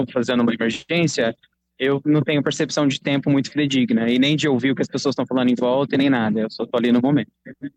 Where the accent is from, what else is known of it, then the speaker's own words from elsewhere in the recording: Uberlândia, Minas Gerais, Brazil; Eu sou de Uberlândia, Minas Gerais, formado pela Universidade Federal de Uberlândia.